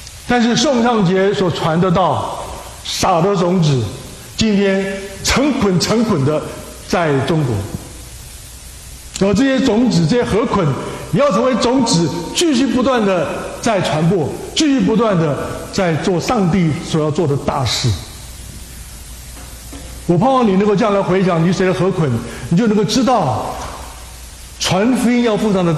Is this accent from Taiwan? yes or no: yes; Taiwan; 我们在台湾信主